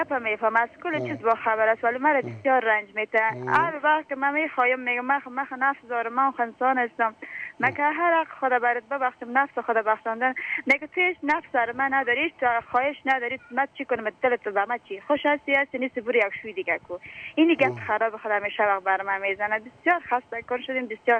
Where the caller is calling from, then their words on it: Kabul, Afghanistan; ما از کابل هستیم